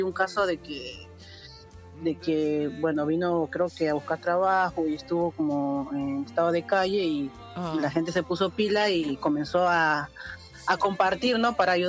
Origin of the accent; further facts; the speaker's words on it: Lima, Peru; now in Argentina; Ah, yo soy de Lima, del barrio de San Juan del Lurigancho.